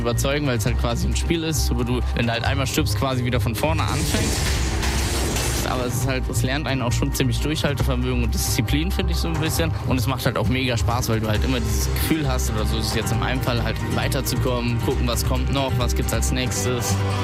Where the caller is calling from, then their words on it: Saarbrücken, Saarland, Germany; ich komme aus Saarbrücken